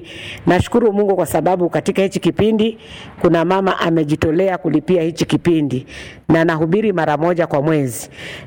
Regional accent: Katoloni, Machakos County, Kenya; natoka Machakos County, mahali kunaitwa Katoloni 240.

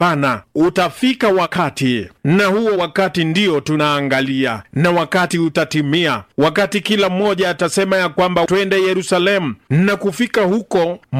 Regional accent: Kenya

